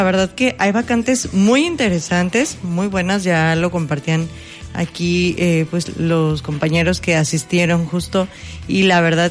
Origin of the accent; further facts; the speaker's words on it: Mexico; los requisitos básicos que todos como mexicanas, mexicanos tenemos